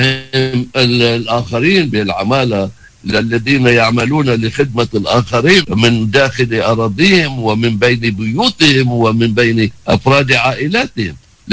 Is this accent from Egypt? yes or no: no; Lebanon; now in Texas, United States; كلبنانيين أينما كنا في العالم